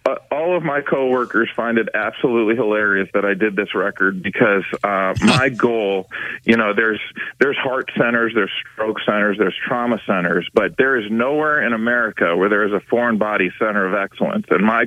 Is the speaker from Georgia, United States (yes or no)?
no; Cleveland, Ohio, United States; I also grew up in the Cleveland area